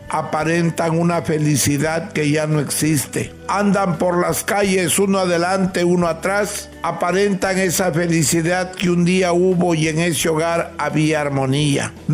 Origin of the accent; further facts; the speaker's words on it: northern Peru, Peru; Gracias a la Santísima Cruz Bendita de Motupe, como buen norteño que soy.